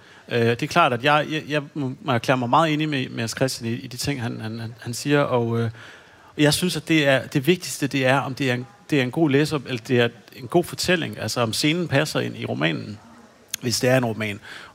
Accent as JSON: {"language": "Danish", "town": "Hanstholm", "region": "North Denmark Region", "country": "Denmark", "tie": "born or raised there", "said": "min opvækst i Hanstholm i 90'erne."}